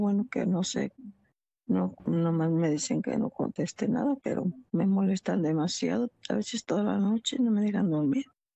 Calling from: Michoacán, Mexico; soy de Michoacán.

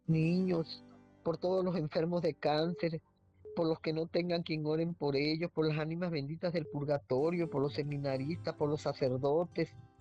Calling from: Aguascalientes, Mexico; hablo de Aguascalientes.

